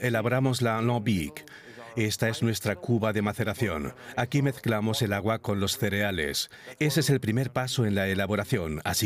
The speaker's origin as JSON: {"language": "Spanish", "town": "Brussels", "region": "Brussels-Capital Region", "country": "Belgium", "tie": "born or raised there", "second_language": "Spanish", "said": "Yo nací y crecí en Bruselas y esta es la cerveza de nuestra gente."}